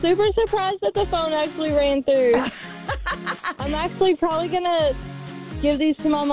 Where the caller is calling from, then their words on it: Louisville, Kentucky, United States; I live in Louisville, but I'm calling from my work parking lot in Jeffersonville.